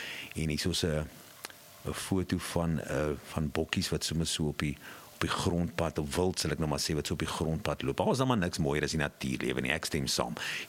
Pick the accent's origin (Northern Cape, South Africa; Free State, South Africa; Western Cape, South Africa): Western Cape, South Africa; Mossel Bay; born there; Weer Mosselbaai, my geboortedorp Mosselbaai.